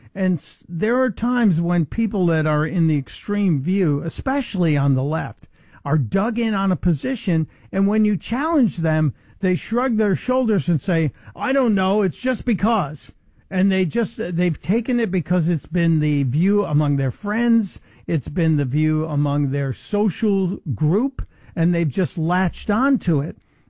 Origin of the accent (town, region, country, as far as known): Chicago, Illinois, United States; born or raised there